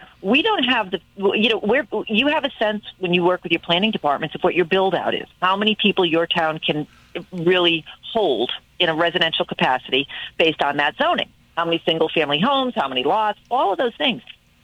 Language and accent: English; Rhode Island, United States; I'm from Rhode Island, we've got 39 communities in a state 20 miles wide.